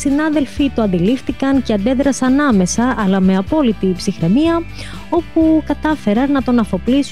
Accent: Greece; σαν Έλληνες που είμαστε σε άλλο επίπεδο

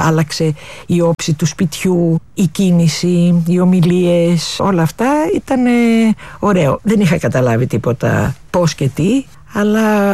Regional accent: Palaio Faliro, Attica, Greece; Αγαπώ πολύ τη θάλασσα γιατί μεγάλωσα στο Παλαιό Φάληρο. Είμαι πολύ τυχερή που μεγάλωσα στο Παλαιό Φάληρο

